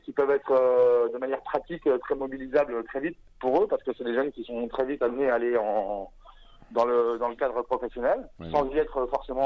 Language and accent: French; Longwy, Grand Est, France; moved away; Moi, je sais que j'ai dit que j'étais parti de Longwy assez tôt, quand j'étais plus jeune.